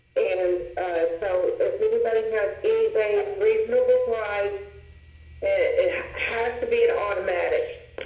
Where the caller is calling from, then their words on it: South Pittsburg, Tennessee, United States; I live in the South Pittsburgh area.